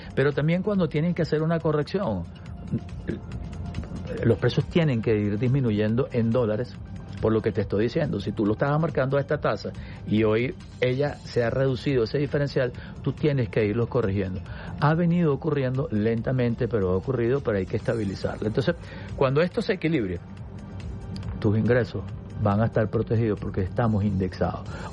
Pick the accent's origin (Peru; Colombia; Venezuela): Venezuela; lo digo como venezolano, yo no soy empleado público